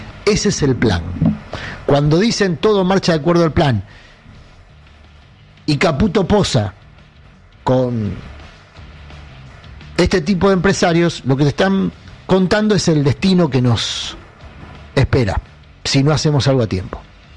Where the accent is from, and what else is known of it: Argentina